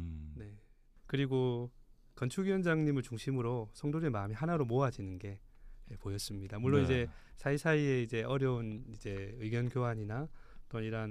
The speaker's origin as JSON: {"language": "Korean", "region": "Busan", "country": "South Korea", "tie": "born or raised there", "moved": "yes", "lives_now": "Pohang, South Korea", "said": "원래 고향은 부산입니다."}